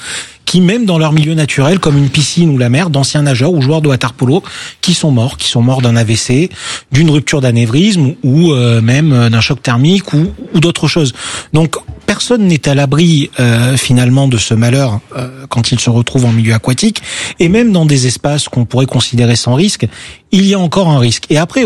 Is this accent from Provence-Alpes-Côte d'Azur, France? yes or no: yes; Marseille, Provence-Alpes-Côte d'Azur, France; je suis Marseillais.